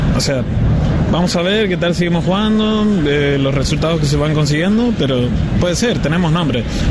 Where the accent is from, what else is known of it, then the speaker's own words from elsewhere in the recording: Santiago del Estero, Argentina; now in Buenos Aires, Argentina; 38 años, de Santiago del Estero, pero vivo acá, en Almagro.